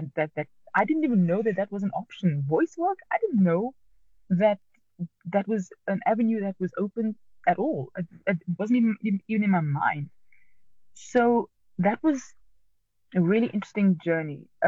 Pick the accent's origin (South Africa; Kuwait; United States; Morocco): South Africa; Cape Town, Western Cape; I come from the Cape Flats. I come from Strandfontein, which is part of Mitchell's Plain, growing up in the 80s, shielded from a lot of stuff actually by my parents.